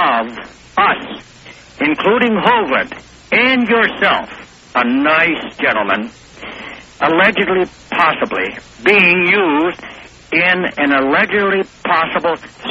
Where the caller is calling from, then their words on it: Duluth, Minnesota, United States; I'm from Duluth, Minnesota.